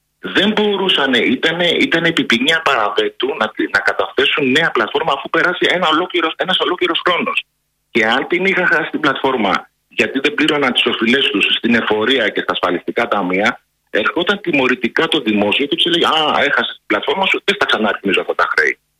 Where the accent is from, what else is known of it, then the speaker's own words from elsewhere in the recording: Kardamyli, Peloponnese, Greece; Σας περιμένω και στο χωριό μου στην Καρδαμίλη, στη Μάνη